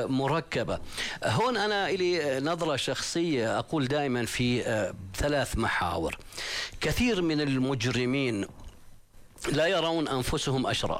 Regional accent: Jordan; إحنا كمجتمع أردني

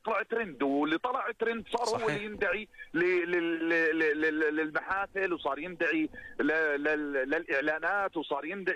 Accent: Jordan; انا شاب اردني مواطن اردني

